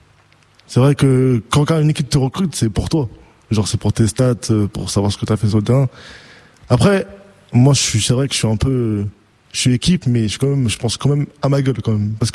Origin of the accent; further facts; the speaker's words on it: France; born there; also born or lived in Spain / Malaga, Spain / Valencia, Spain; J'ai tous mes gars en France et je fais toutes mes années aussi en France, donc ouais. J'ai plus de souvenirs en France.